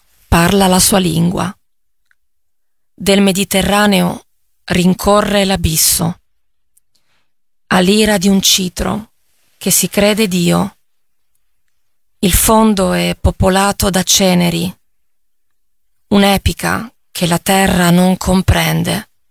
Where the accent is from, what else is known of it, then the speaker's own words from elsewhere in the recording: Taranto, Apulia, Italy; Taranto. È Taranto, la mia città natale. Il dialetto è un dialetto molto cupo, un dialetto sordo, un dialetto gutturale, con molte consonanti.